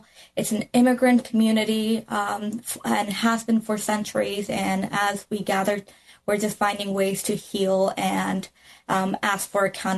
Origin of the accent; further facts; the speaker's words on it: Texas, United States; So I grew up in Texas, and my introduction to Maine was actually just that, walking around Biddeford